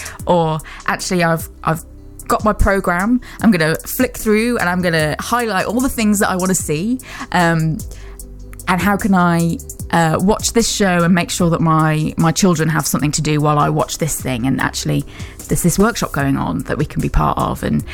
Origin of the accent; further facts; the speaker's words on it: Wolverhampton, West Midlands, United Kingdom; accent: Black Country; I'm a black country girl, I'm from Wolverhampton. You can't always hear it unless I speak to my mum. You can hear the twang come out when I'm with my family.